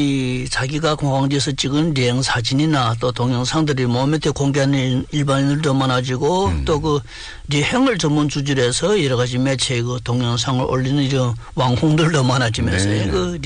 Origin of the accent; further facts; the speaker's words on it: Longjing, Jilin, China; 저는 고향이 용정인데 제가 태어나서부터 대학 입학생까지 줄고 살았던 집이 그 20여 년 전에 도로건설 용지에 포함돼서 그 증용되면서 그때 그 바로 부모님들 연길로 이사를 오게 됐습니다.